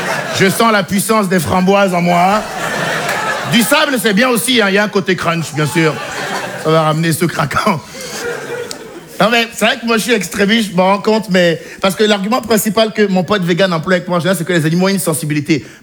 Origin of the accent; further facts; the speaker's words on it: Benin; J'ai grandi au Bénin. un petit pays d'Afrique de l'Ouest